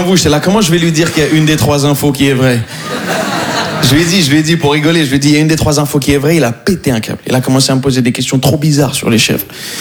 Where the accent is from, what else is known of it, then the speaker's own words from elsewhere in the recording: Morocco; Je suis marocain et ouais voilà, ça se voit pas du tout.